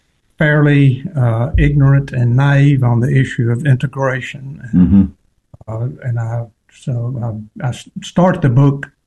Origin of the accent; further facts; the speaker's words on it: Greenwood, Mississippi, United States; So that was kind of my background in growing up in Greenwood. It was a very, very segregated town.